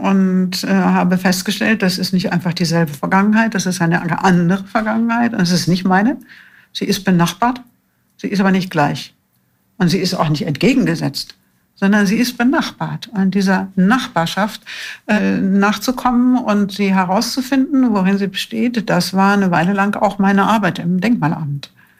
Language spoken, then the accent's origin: German; West Germany, Germany; ich als Wessi in Ostberlin